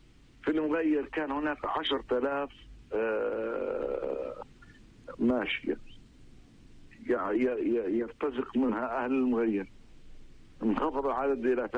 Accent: Palestine; لنا كفلسطينيين

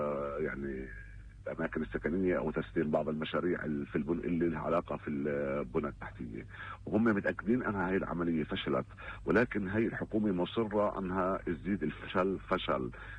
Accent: Palestine; احنا كفلسطينيين

